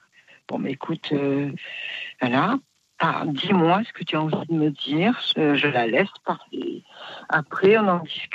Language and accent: French; Poitiers, Nouvelle-Aquitaine, France; born or raised there; now in Marseille, France